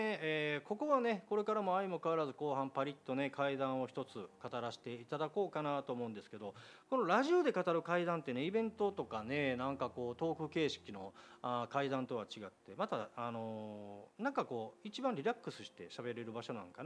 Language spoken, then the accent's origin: Japanese; Higashiosaka, Osaka, Japan; now in Kyoto, Japan; もともとはね先ほどもお伝えした通り東大阪、先ほどお伝えしたかどうかは忘れましたけども、大阪生まれなんですよね、大阪育ちで。でも今はね人生の半分以上京都で育ってる